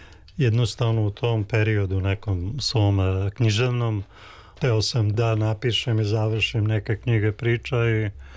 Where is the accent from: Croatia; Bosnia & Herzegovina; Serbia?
Bosnia & Herzegovina; Prijedor, Republika Srpska; Ja sam iz Prijedora, imaju dve reke i ta jedna reka manja Gomjenica